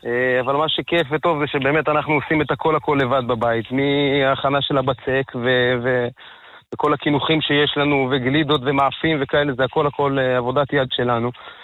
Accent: Beit Hashmonai, Central District, Israel; אני במקור מבית חשמונאי, אשתי מקריית אונו במקור

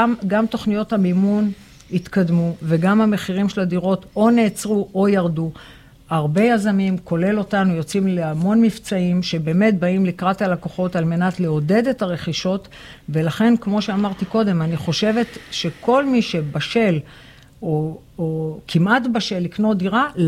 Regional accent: Haifa, Haifa District, Israel; born there; now in Netanya, Israel; אני חיפאית במקור, ואני גרה בנתניה הרבה שנים, עשרות שנים. ועדיין אני מבקרת בחיפה, ואני באמת, לא שחלילה אין לי כלום נגד חיפה, זה עיר הולדתי

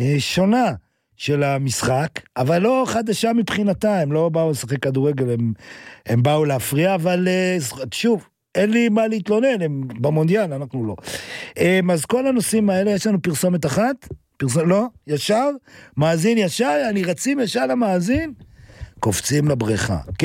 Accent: Jerusalem, Jerusalem District, Israel; כי אני גדלתי, אני ירושלים מעיר סובלנית

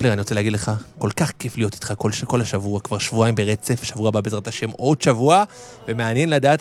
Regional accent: Jerusalem, Jerusalem District, Israel; מתגורר בתוך חבד במקור בירושלים.

